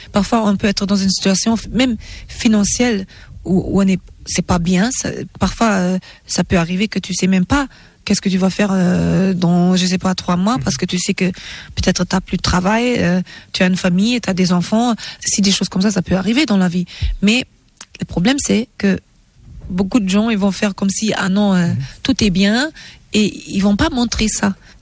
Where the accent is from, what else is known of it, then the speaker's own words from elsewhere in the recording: Germany; J'aime les bretzels aussi, parce que j'ai grandi en Allemagne, oui, et j'aime le foufou et le okra et le égoussi de Nigeria.